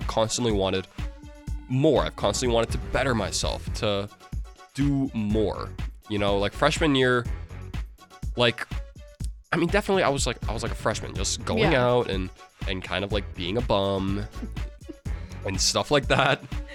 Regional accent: Denver, Colorado, United States; now in Fort Collins, United States; It is a small town. I grew up in Denver.

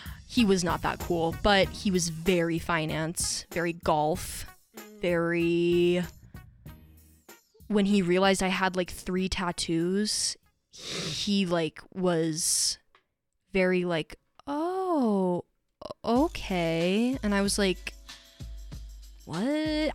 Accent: Eagle River, Alaska, United States; moved away as an adult; I lived in one place literally until like last fall. So I don't even know. And I would still consider myself... Actually, I'm from a place called Eagle River in Alaska.

